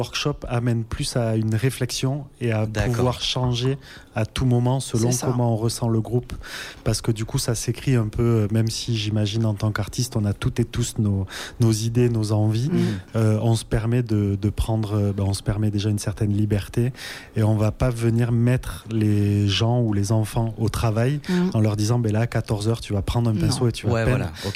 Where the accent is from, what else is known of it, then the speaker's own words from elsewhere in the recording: Occitanie, France; moved away; Moi, je suis originaire du Lot. Donc, quand je rentre chez mes parents ou quand je vais dans mon village d'origine, je passe pas très loin.